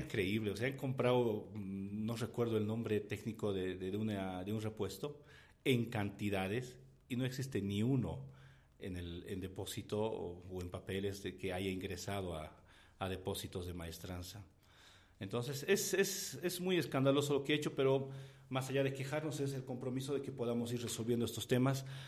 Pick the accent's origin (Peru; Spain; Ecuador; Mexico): Mexico; San Luis Potosí; somos potosinos que generamos en este municipio